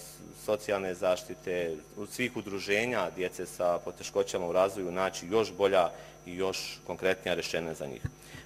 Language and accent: Bosnian; Herzegovina, Bosnia & Herzegovina; iz grada odakle ja dolazim iz Hercegovine